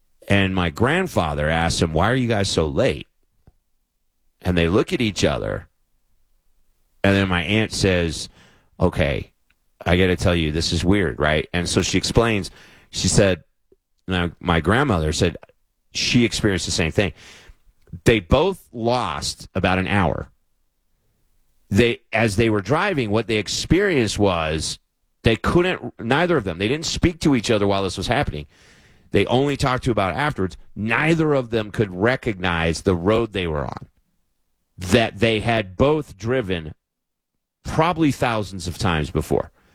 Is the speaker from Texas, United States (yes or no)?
no; Waddy, Kentucky, United States; my hometown of Wadi.